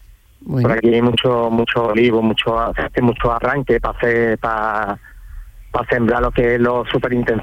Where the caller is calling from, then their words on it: Dos Hermanas, Andalusia, Spain; Estoy ahora mismo en Dos Hermanas.